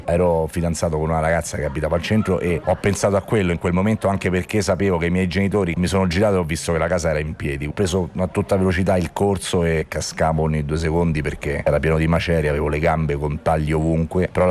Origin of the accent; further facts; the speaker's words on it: Amatrice, Lazio, Italy; alla Amatrice. Era notte, ma io, oltre ad essere sveglio, stavo proprio al centro. Io ho visto tutto il mio paese distruggersi